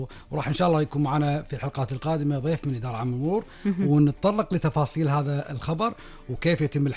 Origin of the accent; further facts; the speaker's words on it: Kuwait; والشباب إن شاء الله عندنا بالكويت الوعي عندهم عالي